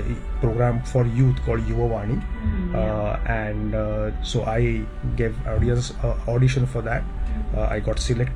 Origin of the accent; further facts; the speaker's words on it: Talegaon Dabhade, Maharashtra, India; also born or lived in Pune; I come from Pune, but I was never, I didn't grow up in city of Pune. There's a small town, everyone, I must have heard about it, Talegaon Dabhade.